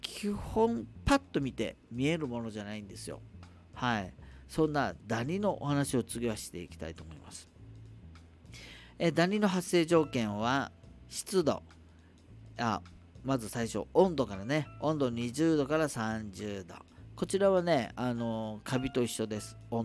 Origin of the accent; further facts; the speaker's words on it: Nago, Okinawa, Japan; moved away as an adult; also born or lived in Tokyo; 僕生まれも育ちも名護中ね、名護生まれ名護育ちの、もう名護 で生まれ育ってね、こう体が全部名護魂になってるものですが、高校卒業して東京行って関東で生活した時に